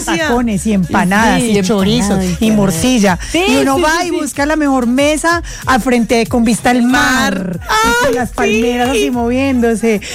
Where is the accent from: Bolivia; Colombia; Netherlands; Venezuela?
Colombia; Manizales, Caldas; Se toma uno un cafecito mirando las montañas. Amo mi Manizales, mi tierra.